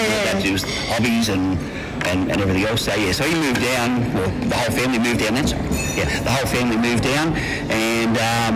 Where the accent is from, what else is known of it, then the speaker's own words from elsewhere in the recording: Sydney, New South Wales, Australia; also born or lived in Sutherland; I grew up at Rockdale, went to Rockdale Primary School, and I went to Hurstville Boys High.